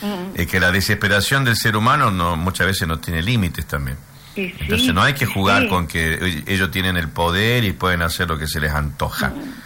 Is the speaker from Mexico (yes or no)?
no; Argentina; Como buenos argentinos que somos.